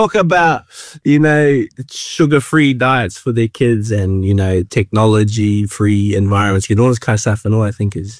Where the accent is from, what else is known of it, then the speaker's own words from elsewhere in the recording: Northland, New Zealand; moved away; the amazing life my parents gave me growing up in the North